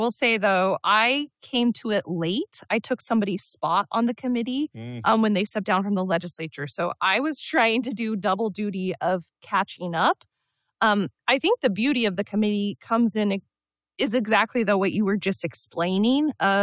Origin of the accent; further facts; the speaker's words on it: Idaho, United States; now in Boise, United States; I grew up in North Idaho